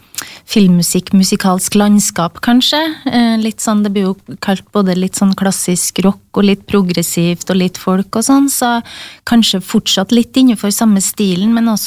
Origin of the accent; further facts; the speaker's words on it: Trøndelag, Norway; accent: trøndersk; jeg er jo trønder, så da ble det på trøndersk.